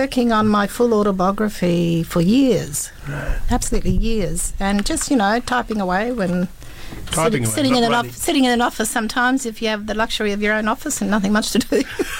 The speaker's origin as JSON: {"language": "English", "region": "Western Australia", "country": "Australia", "tie": "born or raised there", "said": "But I'd already written a poem about my earliest recollections of where I grew up on Ballardong country."}